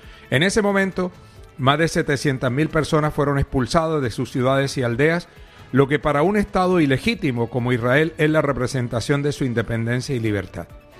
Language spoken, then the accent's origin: Spanish; Chile; born there; yo nací en Chile, como todos ustedes saben, y yo me eduqué con monjas colombianas